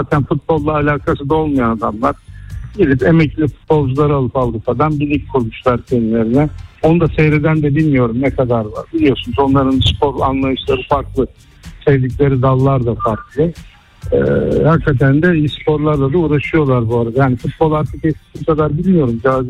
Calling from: Istanbul, Turkey; İstanbul'dan.

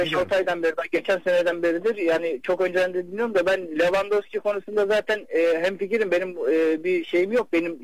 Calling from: Istanbul, Turkey; İstanbul'dan Fenerbahçe taraftarı

